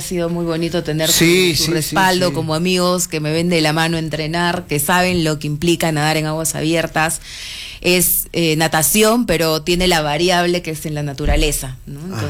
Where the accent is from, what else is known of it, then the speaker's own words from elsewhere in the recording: Arequipa, Peru; como arequipeña, como peruana